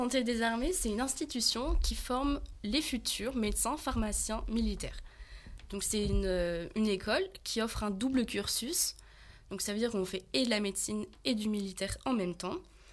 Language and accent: French; Auvergne-Rhône-Alpes, France; j'ai 21 ans, je viens de Savoie et je suis actuellement étudiante en médecine militaire à l'école de santé des armées.